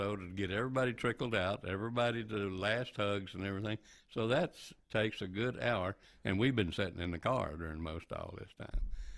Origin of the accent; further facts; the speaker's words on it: Lubbock, Texas, United States; And so we lived about 2.5 hour drive in Lubbock from the ranch there on the Pease River in Cottle County.